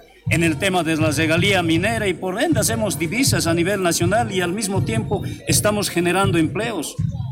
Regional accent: Bolivia; Y como bolivianos, nosotros no somos bolivianos, ¿dónde está el otro sector que somos la clase media

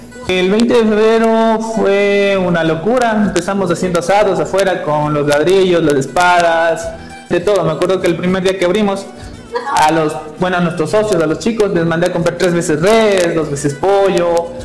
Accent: Sigchos, Cotopaxi, Ecuador; Me incluyo ahí porque mi papá es de ahí, conozco Quinticusí. Entonces, somos de Quinticusí, somos de Siccho Centro.

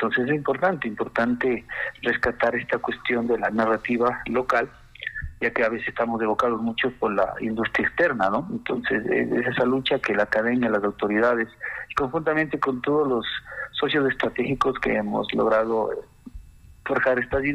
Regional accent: Ecuador; nosotros como ecuatorianos

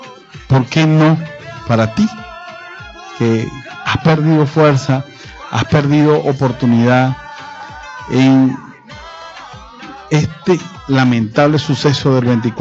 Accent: Venezuela; apoyando a nuestra labor como venezolanos

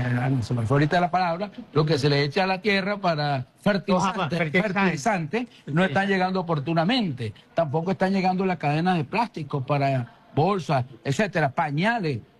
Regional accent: Venezuela

